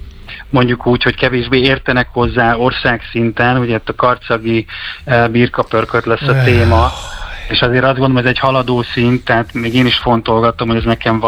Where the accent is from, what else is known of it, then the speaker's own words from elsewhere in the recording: Baja, Bács-Kiskun, Hungary; mert bajai vagyok